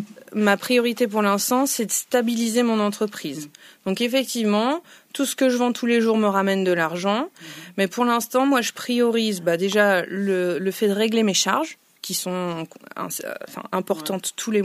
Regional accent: Lille, Hauts-de-France, France; moved away; je suis remontée dans le Nord parce qu'on est originaire de Lille.

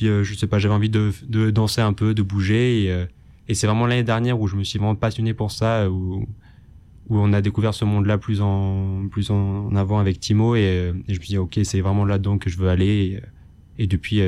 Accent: Saint-Hilaire, Auvergne-Rhône-Alpes, France; du village où on a grandi à Saint-Hilaire

